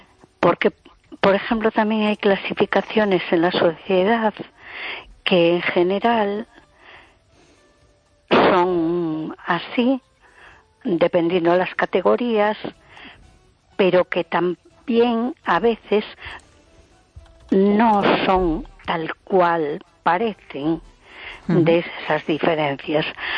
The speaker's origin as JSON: {"language": "Spanish", "town": "A Coruña", "region": "Galicia", "country": "Spain"}